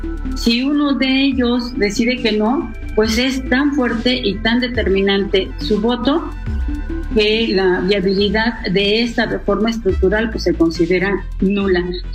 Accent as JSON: {"language": "Spanish", "country": "Mexico", "said": "Lo diría desde nuestra óptica como pueblo mexicano, pues implicaría a nivel mundial la ruptura de este techo de cristal que mucho ha venido a trabajar nuestra nación"}